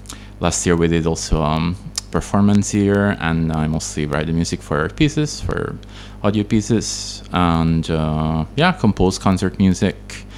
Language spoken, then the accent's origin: English; Southern Italy, Italy; English is a second language; now in Palermo, Italy; I'm also Italian. I live in the other big island in the Mediterranean, in Sicily, and live in the capital, let's say, of the island, Palermo. And I'm originally from another small region of the south, southern Italy